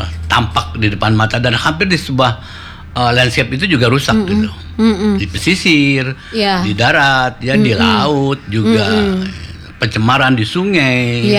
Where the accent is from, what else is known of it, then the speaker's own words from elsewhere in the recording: Cimahi, West Java, Indonesia; Saya dari Cimahi.